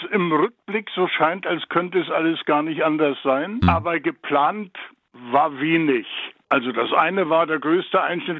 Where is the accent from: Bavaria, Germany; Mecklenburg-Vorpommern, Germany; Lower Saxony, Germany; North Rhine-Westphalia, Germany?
Mecklenburg-Vorpommern, Germany; Rostock; Und die Ostsee ist das Meer meiner Kindheit. Ich bin in Rostock geboren.